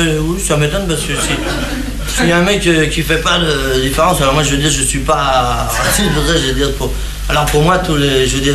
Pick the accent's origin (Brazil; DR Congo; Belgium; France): France; Les Français, c'est des cons, ouais, ben je suis bien blasé, hein, je suis français.